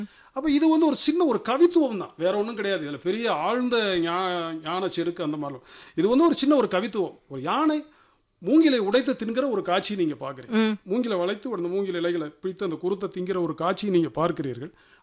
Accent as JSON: {"language": "Tamil", "town": "Palani", "region": "Tamil Nadu", "country": "India", "tie": "born or raised there", "also_born_or_lived": "Pollachi / Madurai", "said": "எனக்கு பழனி தெரியும், நான் என்னுடைய சொந்த ஊர் பழனி, பிறந்து வளர்ந்தது படித்தது எல்லாம் பணி நிமித்தமாக."}